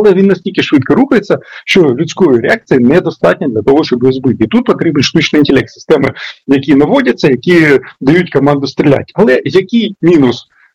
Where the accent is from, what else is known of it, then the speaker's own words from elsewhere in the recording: Sumy, Sumy Oblast, Ukraine; В моєму рідному місті Суми була ситуація